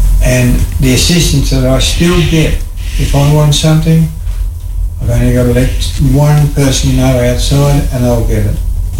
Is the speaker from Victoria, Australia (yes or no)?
no; Crookwell, New South Wales, Australia; born there; I was born in Crookwell